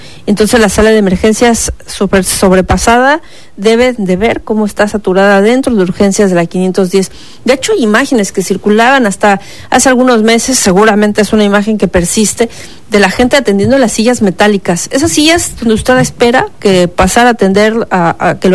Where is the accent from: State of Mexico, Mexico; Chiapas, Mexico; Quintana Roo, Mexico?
Quintana Roo, Mexico; Playa del Carmen; Nosotros somos de Playa del Carmen, entonces lo trasladaron al materno infantil porque acá está en Playa del Carmen, no había este especialista.